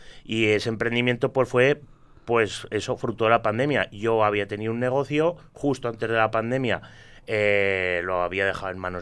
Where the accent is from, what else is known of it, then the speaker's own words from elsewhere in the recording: Grañén, Aragon, Spain; mi pueblo, en Grañén